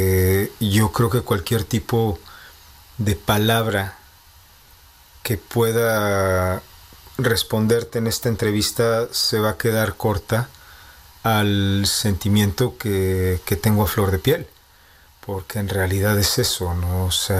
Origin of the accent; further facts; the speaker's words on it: Mexico City, Mexico; accent: Mexico City; also born or lived in Tamaulipas; now in Czech Republic; si me escuchas hablar, pues mi acento parece más de la Ciudad de México que de Tamaulipas, porque viví gran parte de mi vida ya prácticamente hasta que me mudé a la República Checa.